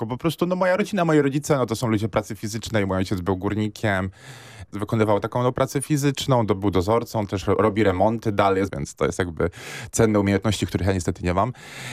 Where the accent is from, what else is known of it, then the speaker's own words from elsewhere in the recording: Silesian Voivodeship, Poland; ty odwiedziłaś po prostu moje rodzinne strony w momencie, kiedy ja byłam dzieckiem.